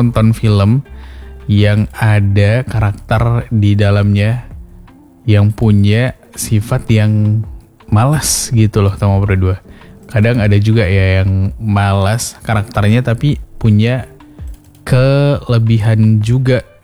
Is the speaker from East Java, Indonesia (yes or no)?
no; West Sumatra, Indonesia; kita sebagai warga Sumatera Barat